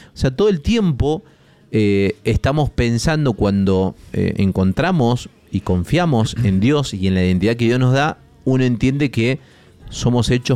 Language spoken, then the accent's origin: Spanish; Argentina; la identidad, lamentablemente, que tenemos como argentino